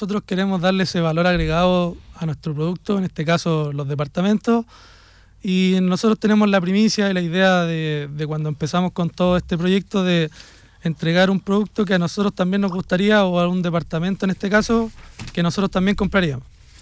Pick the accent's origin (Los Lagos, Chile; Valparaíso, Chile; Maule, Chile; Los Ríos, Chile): Valparaíso, Chile; Quillota; also born or lived in Viña del Mar; nacido y criado en Quillota. Personalmente yo tengo 25 años y he pasado gran parte de mi vida acá en la zona.